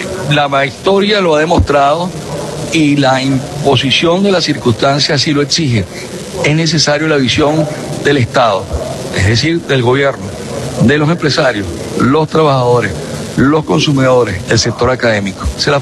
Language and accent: Spanish; Venezuela; Somos venezolanos, somos usuarios, somos consumidores y estamos aquí